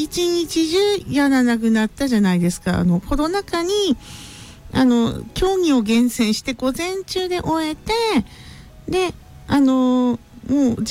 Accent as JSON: {"language": "Japanese", "town": "Tono", "region": "Iwate", "country": "Japan", "tie": "born or raised there", "said": "そのうちの地元ですね、遠野"}